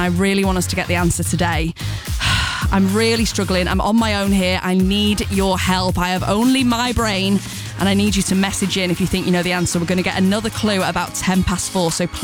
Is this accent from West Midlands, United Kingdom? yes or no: no; Cambridge, East of England, United Kingdom; from Cambridge, just says this, and I'm 10 years old. I was born in 2015.